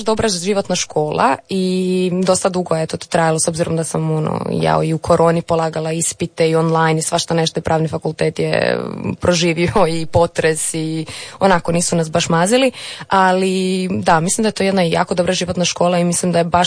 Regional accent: Croatia

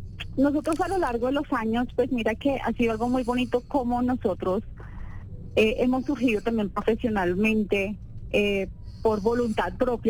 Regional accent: Bogotá, Bogotá Capital District, Colombia; Sí, en así Bogotá. Es, en Bogotá

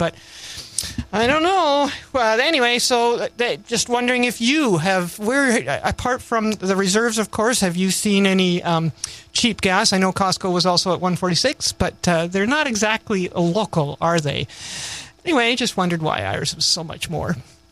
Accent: Minden, Ontario, Canada; I come from Minden

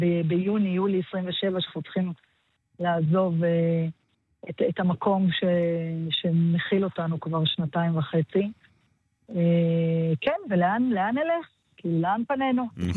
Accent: Southern District, Israel; moved away as an adult; הדרום והעוטף, שם נולדתי, גדלתי, כמה משפחה

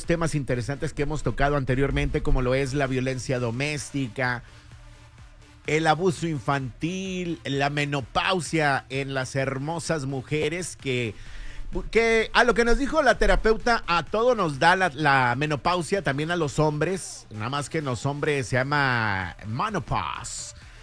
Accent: Cuautla, Morelos, Mexico; Yo crecí allá en Cuautla, Morelos. Originario, bueno, no nací, ¿verdad? Pero pues, crecí allá, me siento de Cuautla, Morelos.

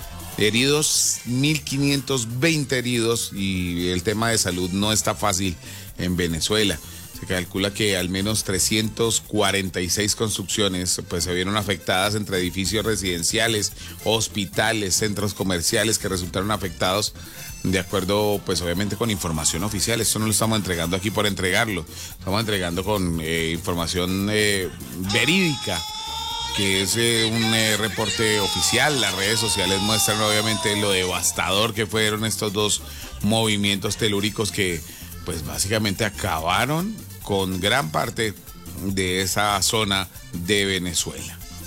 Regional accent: Colombia; nosotros como colombianos

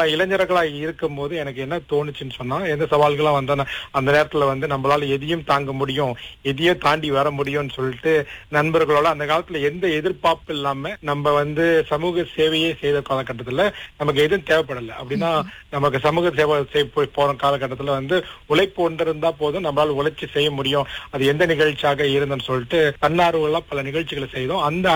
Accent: Taiping, Perak, Malaysia; நான் வந்து தைப்பிங் என்ற ஊர்ல, பேரா மாநிலத்துல தைப்பிங் என்ற ஊர்ல வந்து 1973 பிறந்தேன்.

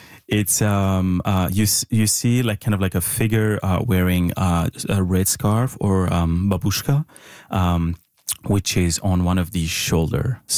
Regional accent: Syria; growing up in Syria, we had this tiny small room was given to our family, my mom and my siblings.

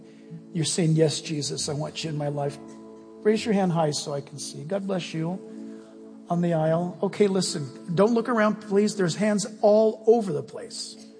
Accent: United States; born there

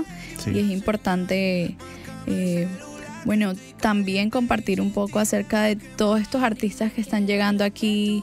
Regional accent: Santa Marta, Magdalena, Colombia; yo vengo de Santa Marta, yo nací en Santa Marta, toda mi vida viviendo en Santa Marta.

